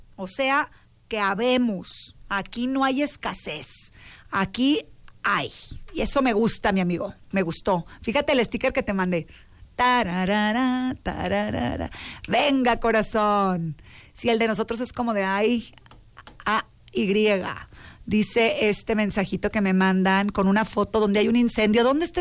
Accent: Mexico; Hay otras cosas que como mexicanos nos identifican en el resto del mundo

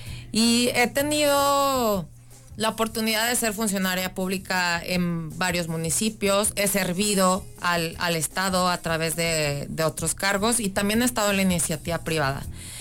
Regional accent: Saltillo, Coahuila, Mexico; born there; soy nacida aquí en Saltillo, Coahuila, en el hospital universitario, el hospital más saltillense.

